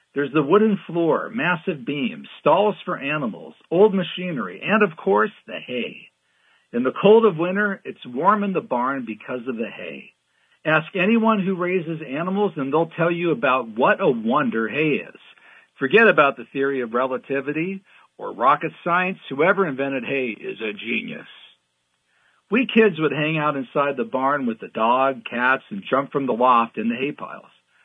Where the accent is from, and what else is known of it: Butler, Pennsylvania, United States; born or raised there; also born or lived in Pittsburgh, United States / Russellton, United States